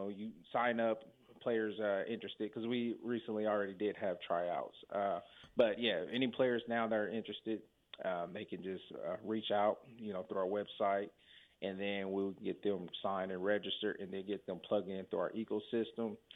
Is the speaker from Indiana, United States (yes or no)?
yes; Kokomo, Indiana, United States; You know, I grew up in Kokomo. I'm actually a graduate of Taylor High School.